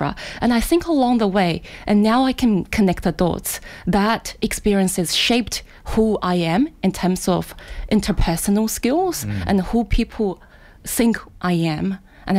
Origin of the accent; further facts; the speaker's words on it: northern China, China; moved away as an adult; now in Australia; I came to Australia 7 years ago as an international student, born and raised in China, northern part.